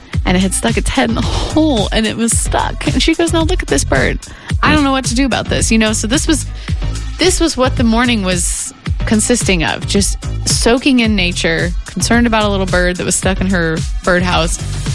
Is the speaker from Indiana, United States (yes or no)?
yes; Sullivan, Indiana, United States; moved away; it was Sullivan about 20 miles south of Terre Haute.